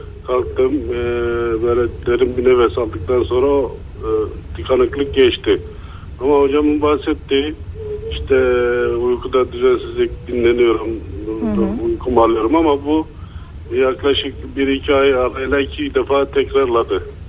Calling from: Izmir, İzmir, Turkey; İzmir'den arıyorum.

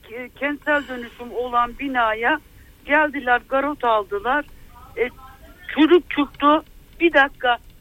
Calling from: Istanbul, Turkey; ben yarın İstanbul'a dönüyorum.

